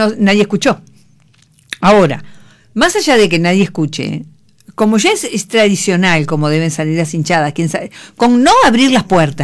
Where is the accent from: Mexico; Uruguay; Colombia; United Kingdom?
Uruguay; Muy vanidosos, muy agrandados somos los uruguayos, con chapa de modestos.